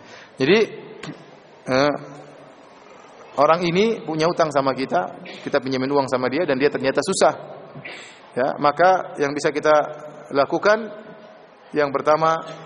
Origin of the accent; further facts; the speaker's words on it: Indonesia; also born or lived in Medina, Saudi Arabia; mahasiswa Indonesia miskin-miskin juga seperti saya.